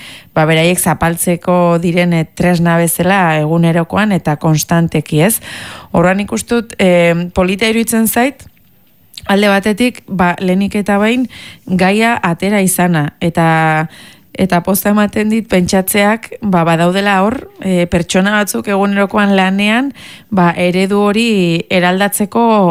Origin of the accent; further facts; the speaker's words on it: Hendaye, Nouvelle-Aquitaine, France; ni Hendaiarra naiz eta hurbilen daukadan udaltzengoa, ez?